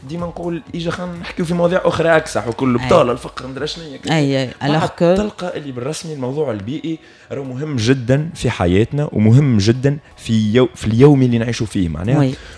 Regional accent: Raoued, Ariana Governorate, Tunisia; احنا في رواد اليوم ما عندناش بورت باش يقعدوا فيه معناها الفليك، ما عندناش كيما نقولوا تهيئه للناس اللي قاعده تخدم براتيكمون. منطقه رواد هي منطقه على بحر، والناس اللي يسكنوا فيها من اول الدنيا هما بحاره.

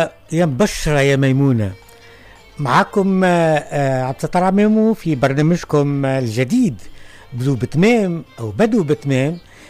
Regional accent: Tunisia; كانت موجودة عندنا في تونس

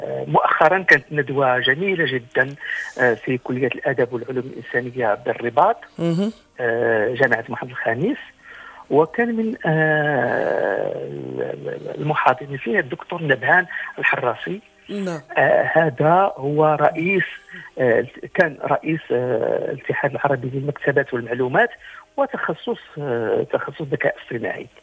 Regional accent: Morocco; عندنا في المغرب،

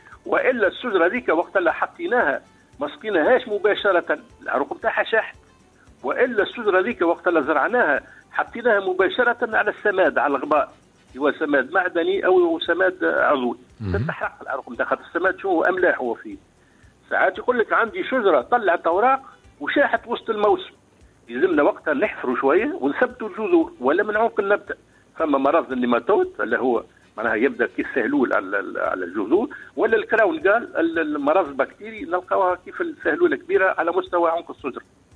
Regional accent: Sahel, Tunisia; ما نلقاهمش هنا في الساحل نلقاهم الا في الشمال. صنف وحيد يمشي عندنا في الساحل اسمه بوعرقوب

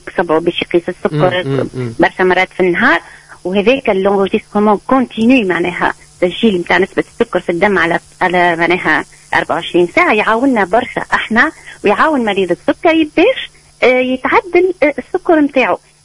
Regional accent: Tunisia

